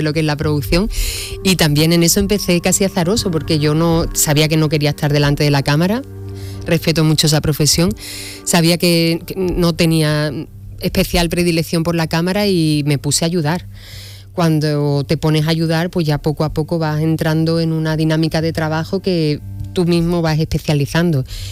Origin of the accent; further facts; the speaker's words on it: Huelva, Andalusia, Spain; Y yo soy onubense también